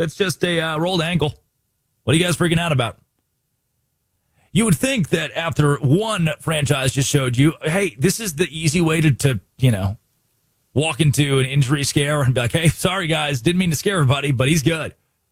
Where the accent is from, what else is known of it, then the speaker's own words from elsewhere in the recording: Arkansas, United States; California, where I grew up in Valonia, Arkansas.